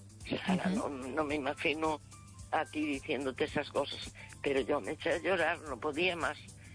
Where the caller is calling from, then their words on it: A Coruña, Galicia, Spain; Desde La Coruña, sí.